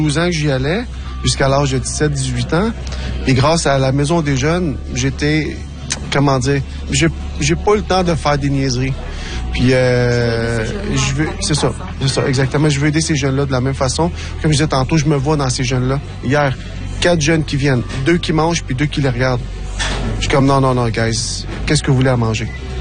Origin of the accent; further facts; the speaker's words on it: Verdun, Quebec, Canada; J'ai grandi dans Verdun. Je connais les difficultés que les Verdunois ou que les jeunes y ont eu.